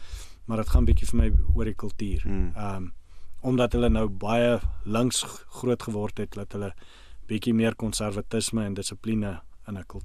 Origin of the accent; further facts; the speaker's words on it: Namibia; moved away as an adult; also born or lived in Canada; Ons is baie bederf met die kos wat ons as mense in Namibia eet.